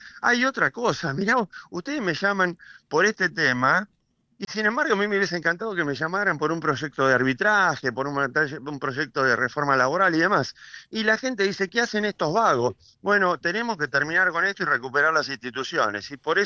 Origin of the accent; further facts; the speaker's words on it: Río Negro, Argentina; Pero también yo soy de Río Negro, intervino en violación de domicilio en campos rionegrinos